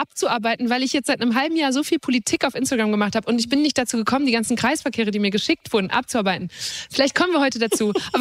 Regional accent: Borken, North Rhine-Westphalia, Germany; ich komme aus Borken im Münsterland, einer Stadt, die quasi nur aus Kreisverkehren besteht.

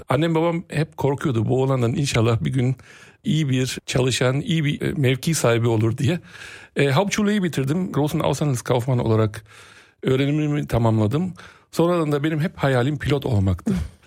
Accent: Nuremberg, Bavaria, Germany; moved away as an adult; also born or lived in Munich / Düsseldorf / Berlin; now in Cologne, Germany; Benim büyük bir abim var, 76'da o doğmuş, 78'de de ben doğdum. Klasik bir işçi ailesinin oğlu olarak dünyaya geldim ve büyüdüm Nürnberg'de.

